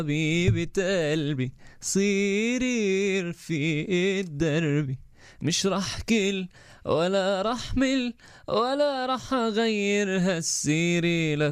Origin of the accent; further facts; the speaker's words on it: Majdal Shams, Quneitra Governorate, Syria; مجدل شمس.